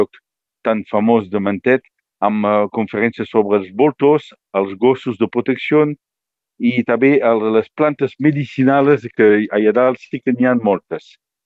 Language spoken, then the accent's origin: Catalan; Villefranche-de-Conflent, Occitania, France; jo he viscut sempre aquí en Conflent, he nascut aquí en Conflent i encara 57 anys